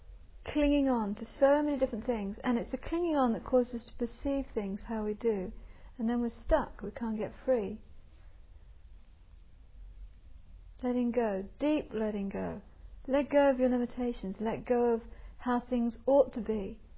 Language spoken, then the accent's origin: English; England, United Kingdom; And being English, so I had kind of interest in this.